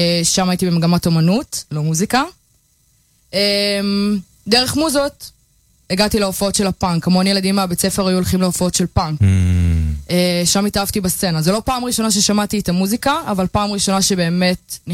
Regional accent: Tzafria, Central District, Israel; moved away as an adult; also born or lived in Bat Yam / Plymouth, England; now in London, United Kingdom; במקור אני ממושב צפריה, זה מושב דתי קטן ליד שדה תעופה וליד כפר חבד. באזור גיל 13, התחיל מרד הנאורים שלי, הייתי מסתובבת בתל אביב.

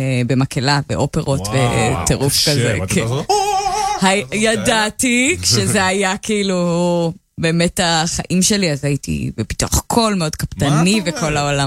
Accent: Jerusalem, Jerusalem District, Israel; באמת גדלתי במלחה, והרבה ממה שהיינו שומעות זה כזה פופ, כן?

